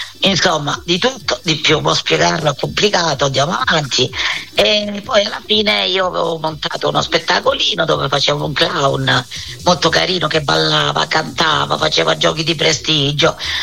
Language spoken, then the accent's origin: Italian; Galatina, Apulia, Italy; born there; Allora, io sono nata a Galatina, provincia di Lecce, un paesino, una cittadina molto bella, nel sud.